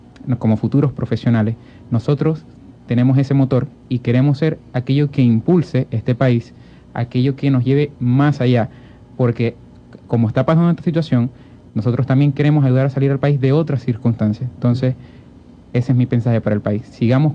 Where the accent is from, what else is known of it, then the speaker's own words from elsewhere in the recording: Venezuela; ese calor humano que nos caracteriza como venezolanos